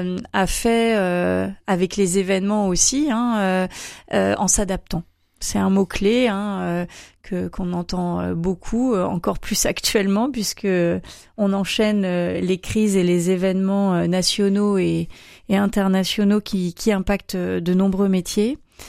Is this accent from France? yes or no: yes; Saint-Malo, Brittany, France; born there; moved away as an adult; also born or lived in Angers / United States / England; je suis née à Saint-Malo.